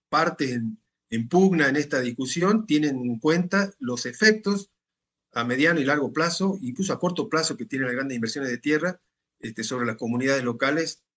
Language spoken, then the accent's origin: Spanish; Argentina